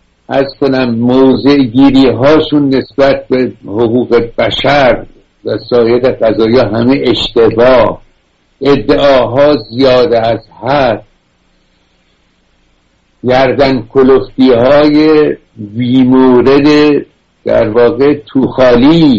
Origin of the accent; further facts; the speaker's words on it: Iran; ما که ایرانی هستیم، تنان 2000 و فلان قد مدنیت داریم، پس چرا ما ذلیل شدیم، کشورمون از دست دادیم؟